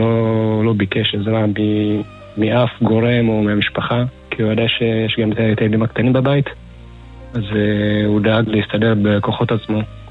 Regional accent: Haifa, Haifa District, Israel; born there; also born or lived in Ethiopia; גדלנו ביחד עוד באתיופיה עוד לפני עלייה. עלינו גם ביחד וגדלנו גם באותו אתר הקרבנים בחיפה, איפה שסמי עופר היום.

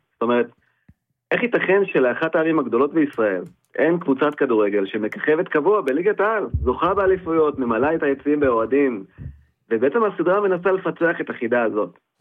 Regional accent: Rishon LeZion, Central District, Israel; moved away; אנחנו בעצם שני חברי ילדות, נולדנו וגדלנו בראשון

